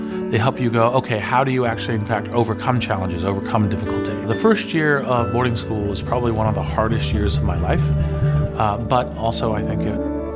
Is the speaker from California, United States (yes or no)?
yes; Stanford, California, United States; born there; I was born August 5th, 1967. I was born in the Stanford Hospital when my father was a law student at Stanford.